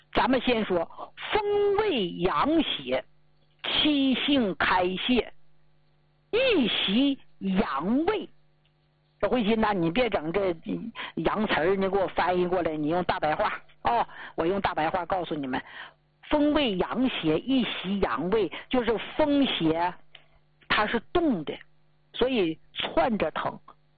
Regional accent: Northeast China, China; 所以为啥出去咱们东北人，黑龙江、吉林、辽宁、内蒙啊，这都咱们东北人吗？

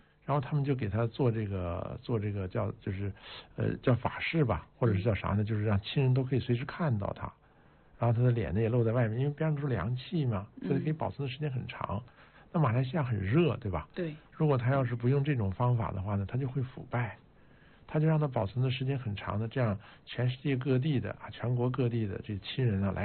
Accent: China; 因为我们中国人

